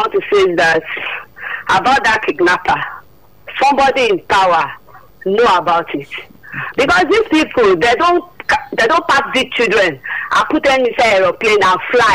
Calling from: Lagos, Nigeria; from Satellite.

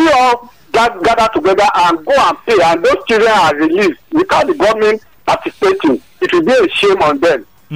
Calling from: Nigeria

